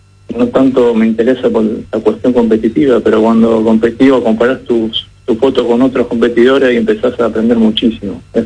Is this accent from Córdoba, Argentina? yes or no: no; Rosario, Santa Fe, Argentina; yo soy de Rosario, Santa Fe